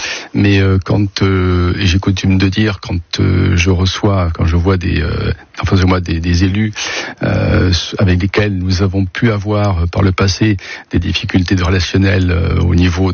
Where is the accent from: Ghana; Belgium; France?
France; Occitanie; born there; c'est totalement par hasard que je suis né dans le Gard